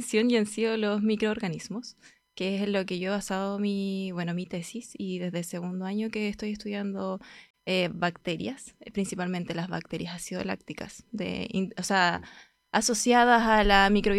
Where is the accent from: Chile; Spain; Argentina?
Chile; Santiago, Santiago Metropolitan Region; now in Osorno, Chile; Bueno, yo soy de Santiago, yo vengo de allá.